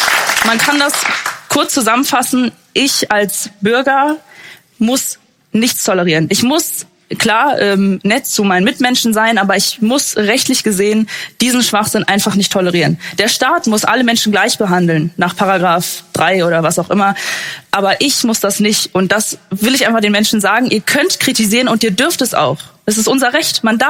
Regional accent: Germany; Aber wenn ich als Deutsche mit sogar Migrationshintergrund sagen möchte, ich möchte mal in Deutschland fahren hinhängen

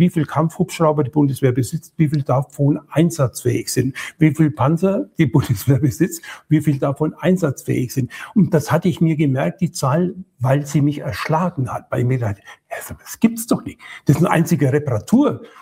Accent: Germany; moved away as an adult; now in Leipzig, Germany; Seit 6 Jahren lebe ich jetzt in Leipzig und ich muss dir sagen, ich habe die Ossi-Seele jeden Tag besser kennengelernt

